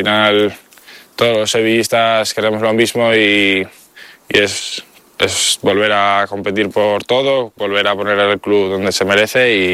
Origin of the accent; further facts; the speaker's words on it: León, Castile and León, Spain; Sí, yo soy de León y siempre que puedo pues me gusta ir allí, me siento como en casa, me siento un niño